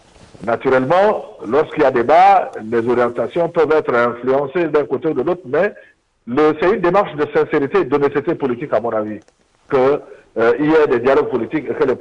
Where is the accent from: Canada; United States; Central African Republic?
Central African Republic; Et je le dis en tant que centrafricain, en tant que politique, en tant que porte-parole de l'opposition centrafricaine.